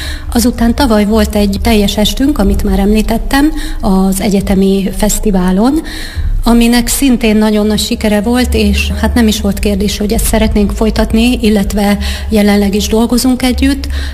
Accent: Szabolcs-Szatmár-Bereg, Hungary; mivel én Szabolcs megyei vagyok

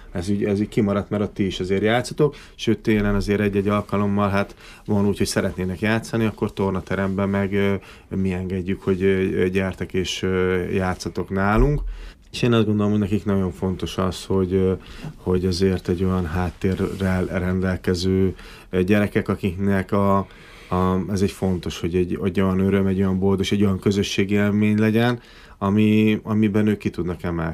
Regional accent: Miskolc, Borsod-Abaúj-Zemplén, Hungary; born there; moved away; Miskolcon 25 évig, tehát nem itt éltem, és visszajöttem

